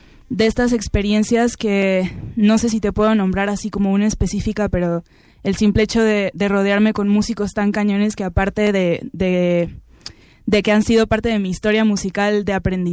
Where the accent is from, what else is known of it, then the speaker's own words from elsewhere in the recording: Xalapa, Veracruz, Mexico; Y a los 16 entré a la carrera de jazz en Jalapa. Yo soy de Jalapa.